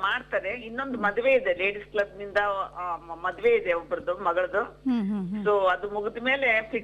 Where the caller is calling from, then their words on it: Chitradurga, Karnataka, India; ಚಿತ್ರದುರ್ಗದಿಂದ.